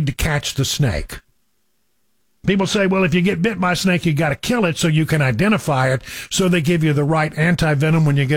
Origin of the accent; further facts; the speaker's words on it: Texas, United States; now in Nashville, United States; Well, it's because I grew up in West Texas where the snakes can kill you.